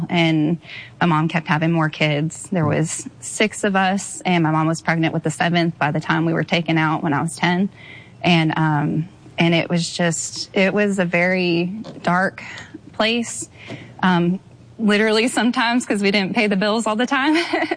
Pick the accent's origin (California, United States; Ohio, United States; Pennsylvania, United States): California, United States; Brea; I grew up in Orange County. So Brea's, I think I was born in La Palma.